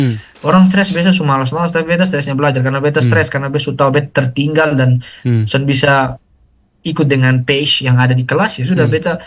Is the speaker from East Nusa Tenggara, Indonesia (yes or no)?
yes; East Nusa Tenggara, Indonesia; saya dari NTT.